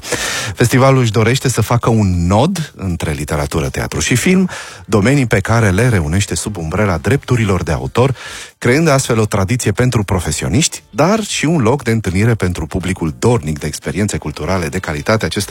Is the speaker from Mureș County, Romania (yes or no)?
no; Brașov, Brașov County, Romania; Eu sunt din Brașov, deci nu scap nicio ocazie să recomand Brașovul.